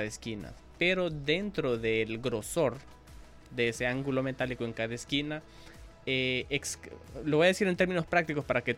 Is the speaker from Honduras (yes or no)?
yes; Honduras; desde mi perspectiva como docente y como hondureño